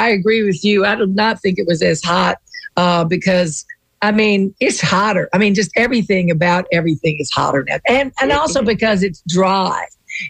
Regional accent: Mobile, Alabama, United States; now in Florida, United States; originally I was from Mobile, Alabama. And, you know, we have so much seafood there

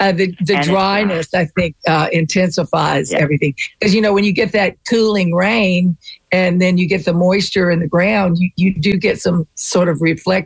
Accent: Mobile, Alabama, United States; now in Florida, United States; originally I was from Mobile, Alabama. And, you know, we have so much seafood there

